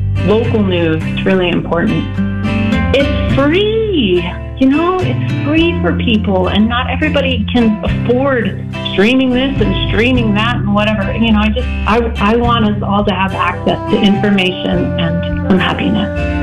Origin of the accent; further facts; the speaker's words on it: Sheridan, Wyoming, United States; from Sheridan, Wyoming.